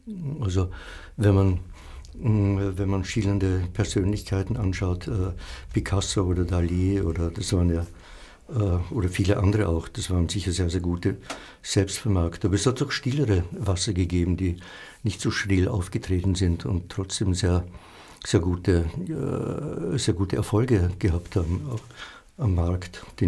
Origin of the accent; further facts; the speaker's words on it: Salzburg, Austria; now in Vienna, Austria; Wie ich nach Wien gekommen bin, aus Salzburg, wollte ich keinen See und keine Natur und keine Berge.